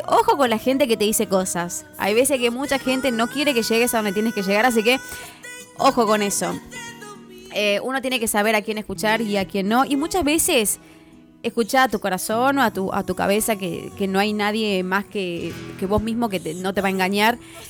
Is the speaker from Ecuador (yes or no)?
no; Tucumán, Argentina; Somos tucumanos